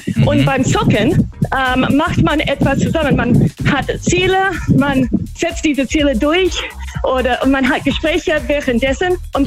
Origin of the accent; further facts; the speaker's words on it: Australia; German is a second language; Nee, eigentlich nicht. Ich komme aus Australien.